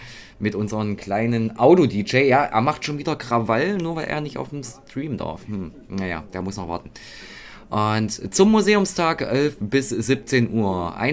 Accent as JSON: {"language": "German", "town": "Roßleben", "region": "Thuringia", "country": "Germany", "tie": "born or raised there", "said": "denn dieser Tipp ist in Naumburg und das ist noch nicht immer so weit weg von meinem Heimatort Roßleben."}